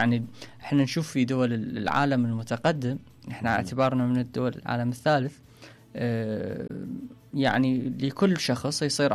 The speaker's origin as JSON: {"language": "Arabic", "country": "Iraq"}